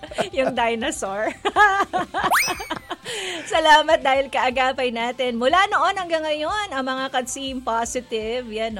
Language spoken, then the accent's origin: Tagalog; Malolos, Central Luzon, Philippines; Taga-Malolos ako